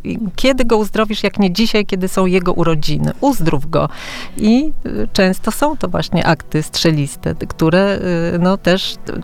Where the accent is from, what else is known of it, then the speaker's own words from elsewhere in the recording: Warsaw, Masovian Voivodeship, Poland; z racji, że jestem warszawianką od urodzenia, jestem związana